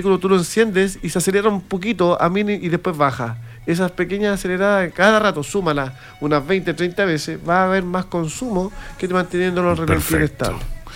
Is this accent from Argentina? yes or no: no; Chile; Somos chilenos